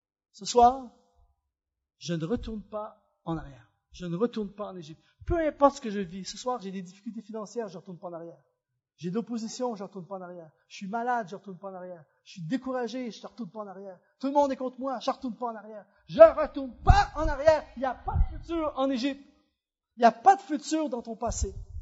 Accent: Quebec, Canada; accent: Québécois; je sors mon accent québécois.

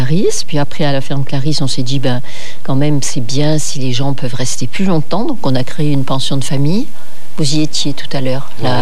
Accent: Occitanie, France; Et là, du coup, on est revenu. Dans ma région d'origine, dans les Cévennes.

